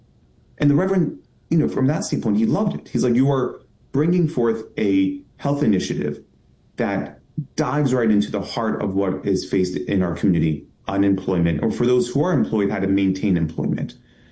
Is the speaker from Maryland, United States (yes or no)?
yes; Baltimore, Maryland, United States; I'm a son of Baltimore, born and raised, and growing up in Greektown, Highland Town, we had a Hopkins Hospital in our backyard.